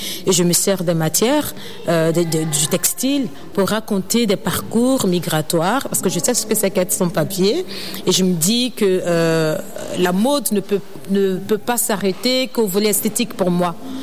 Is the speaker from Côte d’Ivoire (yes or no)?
yes; Côte d’Ivoire; now in Belgium